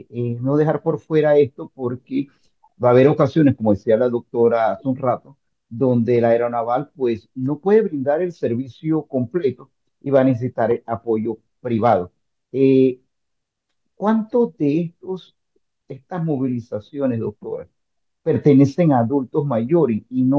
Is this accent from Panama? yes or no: yes; Panama; lo que somos panameños